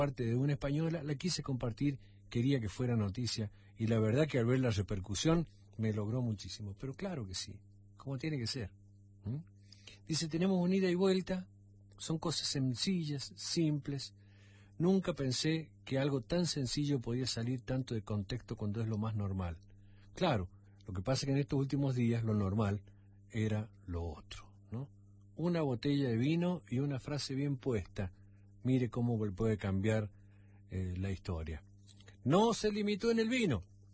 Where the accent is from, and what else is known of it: Argentina